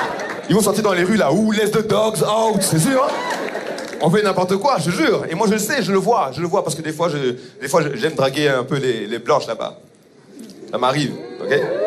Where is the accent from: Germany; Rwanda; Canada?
Rwanda; Je suis rwandais.